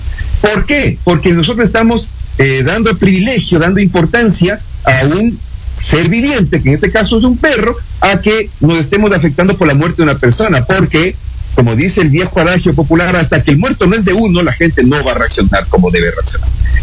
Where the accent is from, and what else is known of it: Ecuador